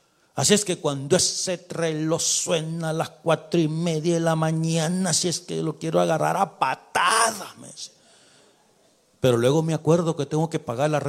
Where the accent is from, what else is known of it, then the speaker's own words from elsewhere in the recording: El Salvador; los que somos de El Salvador, por lo menos tenemos la sangre de Atlacat dentro de nosotros.